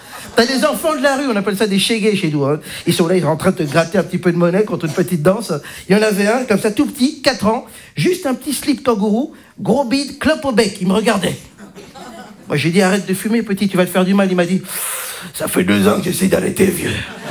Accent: Belgium; also born or lived in DR Congo; Donc, je suis belge. Hein, je représente donc la Belgique ce soir.

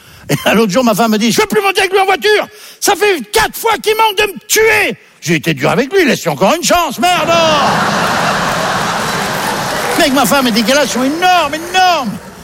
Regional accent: Paris, Île-de-France, France; Et là, elle m'a dit, tu es d'où? J'ai dit, je suis de Paris.

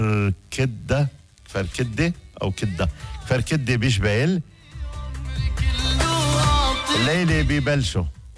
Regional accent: Mayrouba, Mount Lebanon, Lebanon; أنا بقول عن ميروبة أحلى ضيعة مش بلبنان، بالعالم كله.

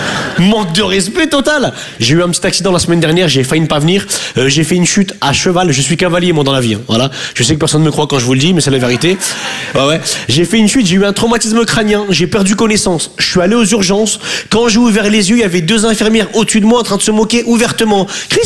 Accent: northern France, France; now in Paris, France; Je viens du nord de la France.

